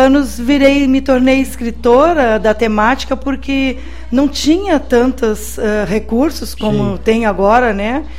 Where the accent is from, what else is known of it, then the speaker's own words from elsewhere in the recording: Taquari, Rio Grande do Sul, Brazil; moved away as an adult; also born or lived in Porto Alegre; now in Ivoti, Brazil; Eu sou de Taquari.